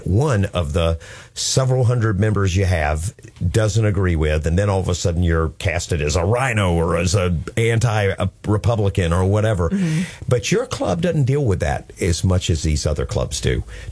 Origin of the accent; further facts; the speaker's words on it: Florida, United States; I'm from Flagler County.